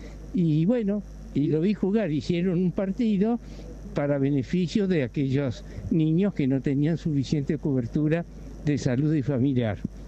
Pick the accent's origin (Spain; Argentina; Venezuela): Argentina; Bahía Blanca, Buenos Aires Province; now in Buenos Aires, Argentina; Lo vi jugar en Bahía Blanca, yo soy oriundo de allá